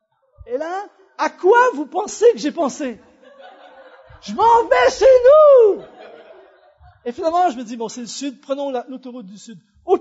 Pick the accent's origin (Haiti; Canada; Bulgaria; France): Canada; Quebec; accent: Québécois; Et là, je sors mon accent québécois. Mais vous pensez, je connais rien ici.